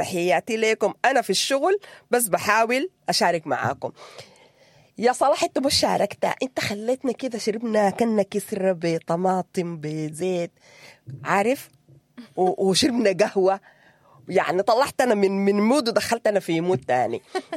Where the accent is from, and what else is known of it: Sudan; moved away